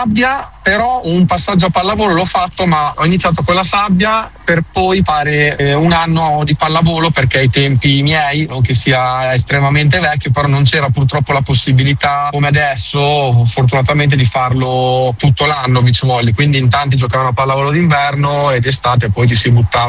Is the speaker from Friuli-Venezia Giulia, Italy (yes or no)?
no; Cesenatico, Emilia-Romagna, Italy; io poi sono di Cesenatico, quindi un paesino piccolo ma dove c'è una grande community di gente che gioca a beach